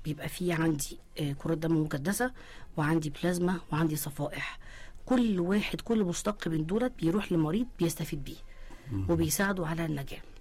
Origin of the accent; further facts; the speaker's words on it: Egypt; واحنا شعب مصري، احنا كشعب مصري احنا بنتميز بالعاطفه